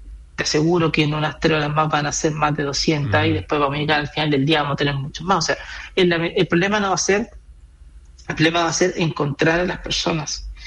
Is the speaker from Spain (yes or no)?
no; Chile; Yo creo que aquí se nos sale esta cuestión de que somos chilenos.